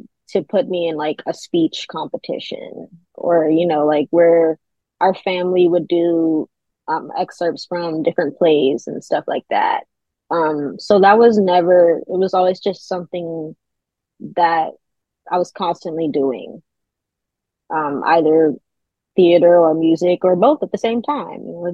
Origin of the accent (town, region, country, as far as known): New York, United States